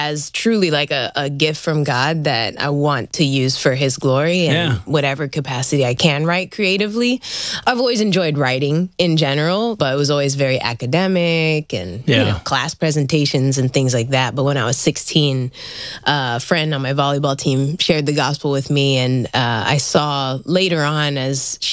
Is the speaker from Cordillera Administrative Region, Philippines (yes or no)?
no; Manila, Metro Manila, Philippines; born there